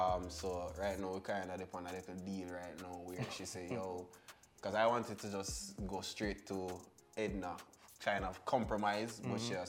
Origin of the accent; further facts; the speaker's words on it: Montego Bay, Saint James, Jamaica; So I'm from St. James, Mobe to be exact, you know, Granville, we go Granville every time.